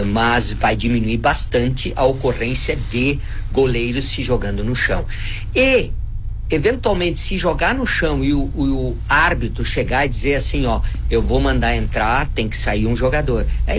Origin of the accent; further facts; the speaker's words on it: Rio Grande do Sul, Brazil; Como gremista e como gaúcho